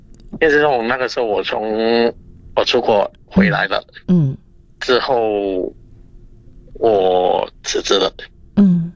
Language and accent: Chinese; Singapore; 希望我们新加坡人可以 upgrade 我们自己嘛